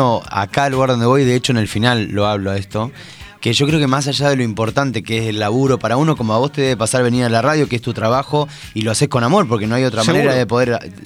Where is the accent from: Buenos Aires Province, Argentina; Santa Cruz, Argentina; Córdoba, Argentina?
Buenos Aires Province, Argentina; Coronel Dorrego; born there; now in Mar del Plata, Argentina; Yo soy nacido en Dorrego, si bien vivo en Mar del Plata hace 17 años.